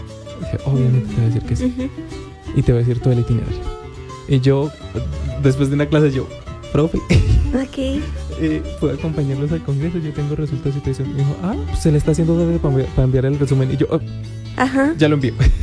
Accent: Colombia; O sea, como colombianos, o sea, no era el único colombiano, como colombianos nos hicimos notar.

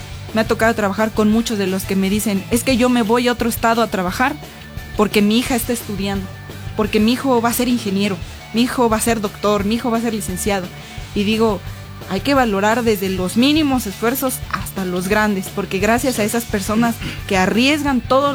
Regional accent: Zimapán, Hidalgo, Mexico; moved away as an adult; pero pues yo tenía que venir a Zimapán, yo tenía que venir a ver a mi familia. El hecho de viajar y llegar a la ciudad, yo al final de cuentas soy una chica de pueblo, ¿no?

